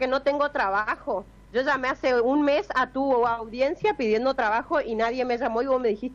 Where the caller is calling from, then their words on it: Chaco, Argentina; Yo soy de La Ruita, calle 29 y 30.